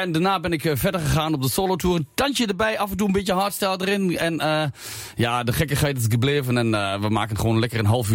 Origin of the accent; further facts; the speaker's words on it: Germany; Dutch is a second language; now in Netherlands; als import-Nederlander, als Duitser